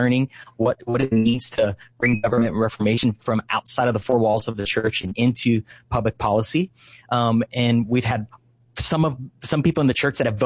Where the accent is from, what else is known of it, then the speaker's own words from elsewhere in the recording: Hawaii, United States; I'm born and raised on Maui. I'm a local boy here. And we started the chapter out of Maui.